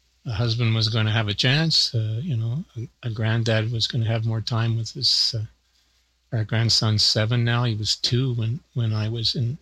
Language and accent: English; North Bay, Ontario, Canada; I am from North Bay, Ontario, Canada.